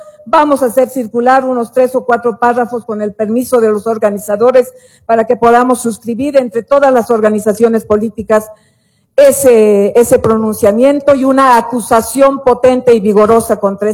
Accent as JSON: {"language": "Spanish", "country": "Bolivia", "said": "Hoy Cerimedo está detenido en Bolivia, en mi país."}